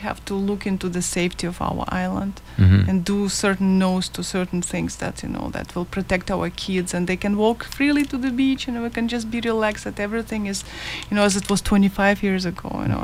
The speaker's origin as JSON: {"language": "English", "country": "Ukraine", "moved": "yes", "said": "And, like, I'm coming from Ukraine, you know, like 25 years ago, but my heart is still in pain, you know, like, this was going on."}